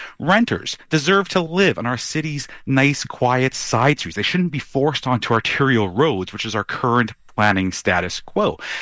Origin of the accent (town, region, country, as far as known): Vancouver, British Columbia, Canada; born or raised there